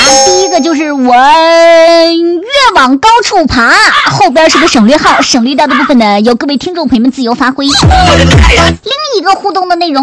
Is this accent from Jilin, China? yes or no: yes; Jilin, China; 的老家肯定是在东北啊，位于中国东北地区中部，然后我的家乡它有一个简称叫吉啊，吉祥的吉